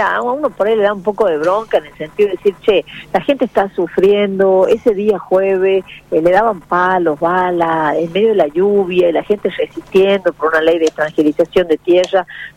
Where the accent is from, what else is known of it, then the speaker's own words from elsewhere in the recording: La Rioja, Argentina; nosotros como riojanos